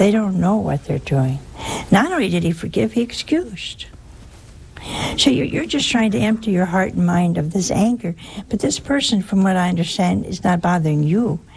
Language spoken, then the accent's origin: English; Ohio, United States; Oh, hey, that's my home state.